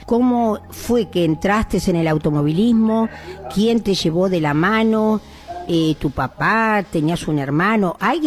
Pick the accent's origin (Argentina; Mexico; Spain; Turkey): Argentina; yo soy del interior